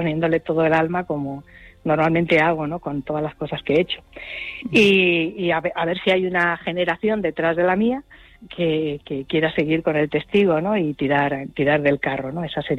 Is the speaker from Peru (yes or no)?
no; Valencia, Valencian Community, Spain; born there; now in Tenerife, Spain; Valencia es donde yo nací